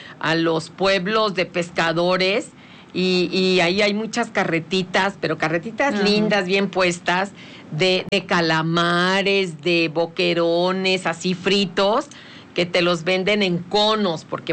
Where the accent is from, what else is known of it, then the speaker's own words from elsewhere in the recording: Mexico; nosotros que somos de México